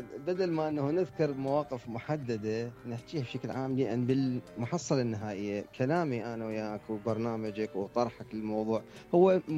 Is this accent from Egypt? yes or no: no; Iraq; moved away; انا كعراقي من طلعت من العراق رحت هناك تايوان،